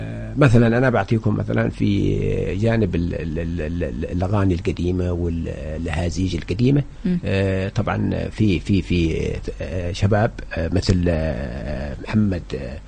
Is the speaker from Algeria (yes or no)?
no; Hadhramaut, Yemen; يعني عندنا في حضرموت ثلاثة أنواع من الجنابي الجنبية العابدي والجنبية المد والصدر الحدوة